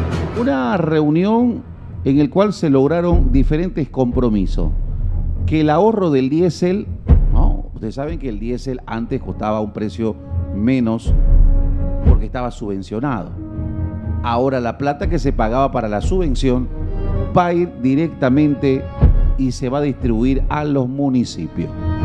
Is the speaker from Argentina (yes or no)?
no; Bolivia; nosotros como ciudadanos bolivianos